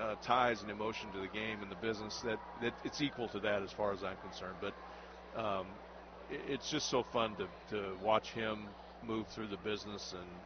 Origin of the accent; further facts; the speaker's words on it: West Des Moines, Iowa, United States; I'm from West Des Moines